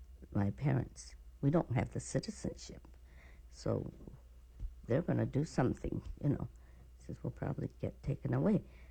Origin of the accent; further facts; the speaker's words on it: United States; You know, I'm American.